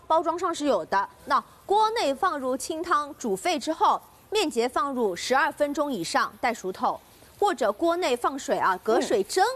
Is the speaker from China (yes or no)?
yes; Shanghai, China; 我们上海人是有到宁波情节的。